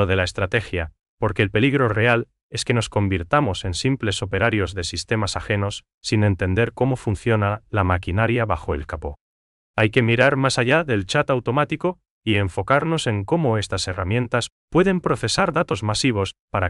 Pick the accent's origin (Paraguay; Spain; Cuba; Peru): Paraguay; nosotros como paraguayos ponemos en cada trato